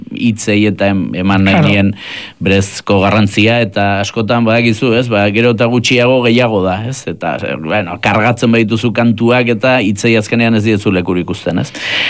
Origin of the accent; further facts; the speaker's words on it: Errenteria, Basque Country, Spain; Bai, ba, ni Santa Clara kalean sortu nintzen Errenterian